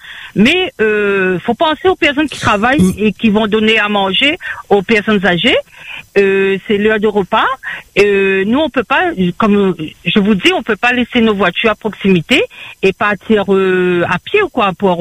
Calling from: Saint-Benoît, Réunion; moi je suis à Saint-Benoît, au niveau de la Bois-Donnée.

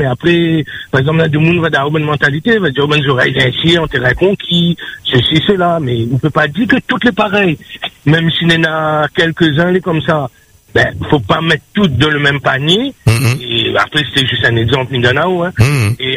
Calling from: Réunion

